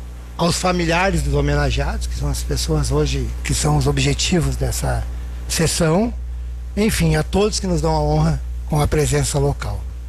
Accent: Rio Grande do Sul, Brazil; eu me criei, o pessoal acha que eu não sou do meio rural, mas eu me criei no Campo Novo.

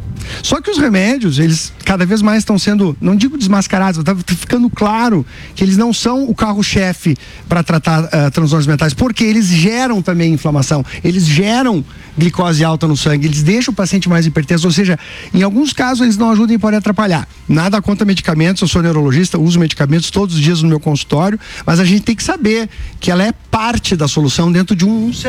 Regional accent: Rio Grande do Sul, Brazil; Sou gaúcho.

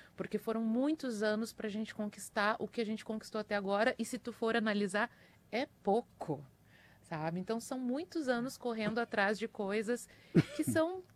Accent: Alvorada, Rio Grande do Sul, Brazil; Eu sou de Alvorada.

